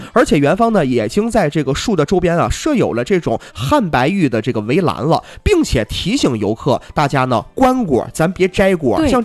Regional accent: Harbin, Heilongjiang, China; 古梨园也承载着很多咱们哈尔滨人曾经的记忆啊。

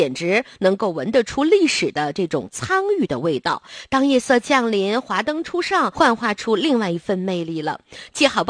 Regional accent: northern China, China; 南北呀不尽相同，咱作为北方人没有去过南方

